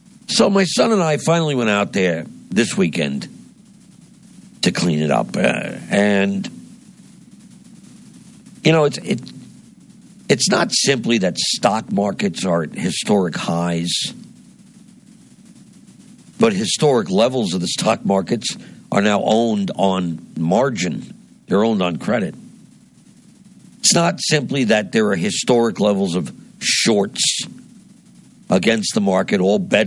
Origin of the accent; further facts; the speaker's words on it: New Jersey, United States; my home state of New Jersey taxes diesel fuel by 56 cents a gallon